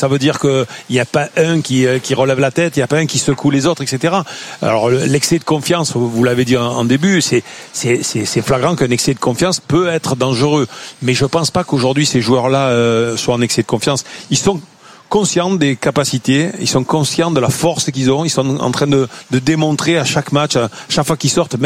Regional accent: France

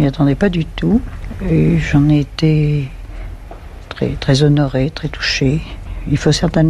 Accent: Bordeaux, Nouvelle-Aquitaine, France; moved away; Je suis une méridionale, je suis une provinciale, je suis née en province. Et je suis une femme de campagne, j'aime beaucoup vivre à l'extérieur

